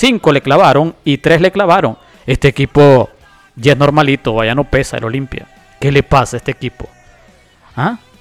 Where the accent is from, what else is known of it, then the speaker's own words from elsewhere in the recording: Honduras; yo soy hondureño.